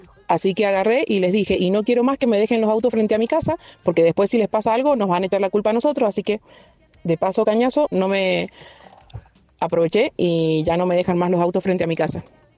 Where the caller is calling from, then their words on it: Rivadavia, Argentina; de Rivadavia.